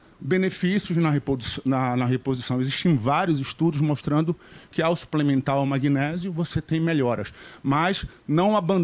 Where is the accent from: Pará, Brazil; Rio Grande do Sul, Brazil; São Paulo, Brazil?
Pará, Brazil; Isso aí, eu sou paraense.